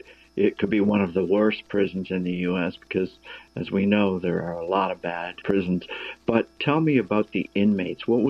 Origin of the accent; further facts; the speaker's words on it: Hamilton, Ontario, Canada; another Hamiltonian. We're both from Hamilton.